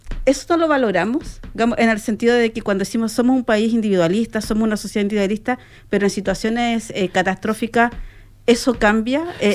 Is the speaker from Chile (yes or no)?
yes; Chile